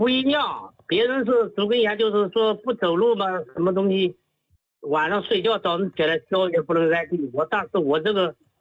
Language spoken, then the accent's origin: Chinese; Henan, China; now in Shaoxing, China; 我是人是河南的，但是在绍兴这边已经待了10多年了。